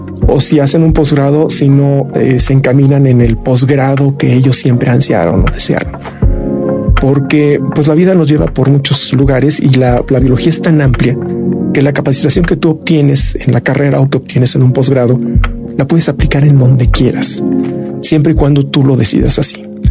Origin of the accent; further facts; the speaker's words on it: Querétaro, Mexico; moved away as an adult; now in Mexico City, Mexico; decidí salir de Querétaro, mi ciudad natal, me vine a la Ciudad de México.